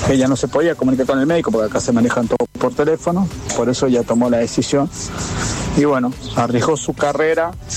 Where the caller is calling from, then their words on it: Chaján, Córdoba, Argentina; Desde Río Cuarto, desde Chaján, Río Cuarto, a la par de la ruta 8 … te habla.